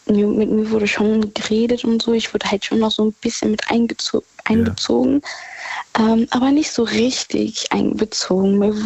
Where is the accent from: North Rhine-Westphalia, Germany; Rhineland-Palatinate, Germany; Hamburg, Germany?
Rhineland-Palatinate, Germany; In der Nähe von Gerolstein.